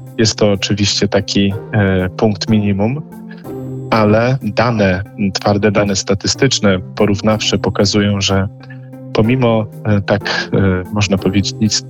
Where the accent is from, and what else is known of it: Warsaw, Masovian Voivodeship, Poland; born or raised there